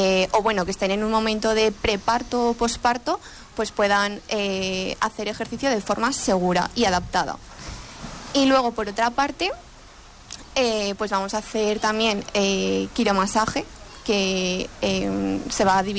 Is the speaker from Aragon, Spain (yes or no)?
yes; Fonfría, Aragon, Spain; moved away as an adult; now in Monreal del Campo, Spain; Y yo vengo de un pueblo que también de la provincia de Teruel, pero que es mucho más pequeñito que este, se llama Fonfría. Y es mi pueblo por bandera. Lo que pasa es que yo me vine aquí por amor y la verdad que me quedé.